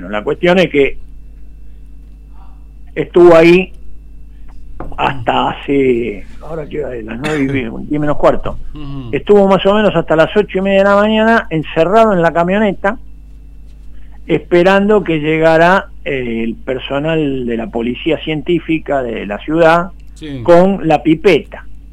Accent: Paraguay; moved away; tendría que ir a pasar una vacación a mi pueblo allá a Paraguay

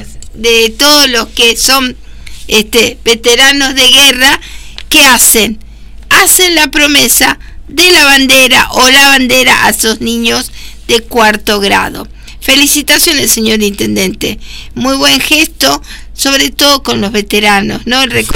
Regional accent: Argentina; Nosotros todavía, no solo por el mundial, como argentinos, en este mes de la bandera, como el mes pasado fue el mes de la patria y ahora viene el mes de la independencia, nosotros vamos a tener esta bandera acá.

